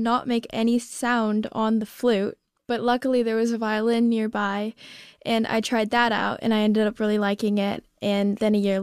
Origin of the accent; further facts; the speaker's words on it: South Pasadena, California, United States; I am from South Pasadena, California, and I play the violin.